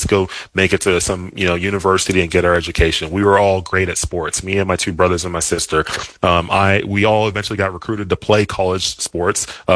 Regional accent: Dallas, Texas, United States; I grew up in Dallas, Texas. Both of my parents immigrated from Nigeria to the U.S. Like in the early 80s.

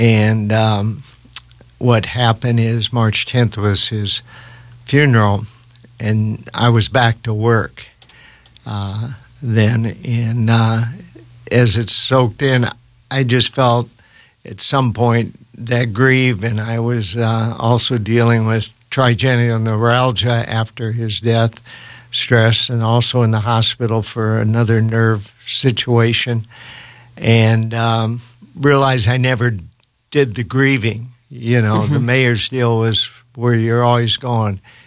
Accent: Omaha, Nebraska, United States; I started school at Mason School. We lived at 23rd and Pierce. And then we moved a lot, about 17 times while I was growing up in Omaha. I went to Washington School later, and then to Loveland School, and then to Westside. So, you know, I know Omaha well.

